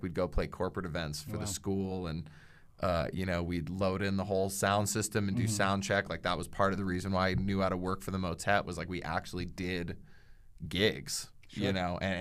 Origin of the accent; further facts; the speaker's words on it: East Coast, United States; And basically, I grew up on the East Coast and luckily had a bunch of really incredible music teachers.